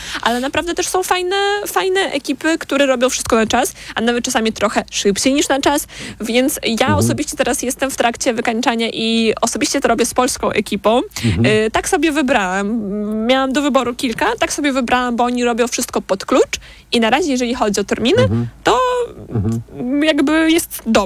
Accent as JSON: {"language": "Polish", "country": "Belarus", "second_language": "Polish", "moved": "yes", "lives_now": "Poland", "said": "ja jestem Białorusinką"}